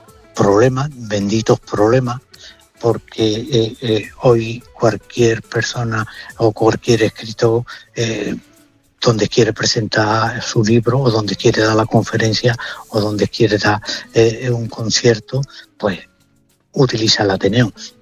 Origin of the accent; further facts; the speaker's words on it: Seville, Andalusia, Spain; somos muy sevillanos.